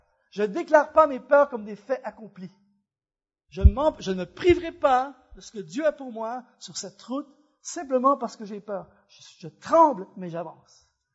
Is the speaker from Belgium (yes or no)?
no; Canada; now in France; je ne sais pas comment ça se passe ici en France, mais souvent, chez nous au Canada, quand les gens disent « Ah, dans mon temps »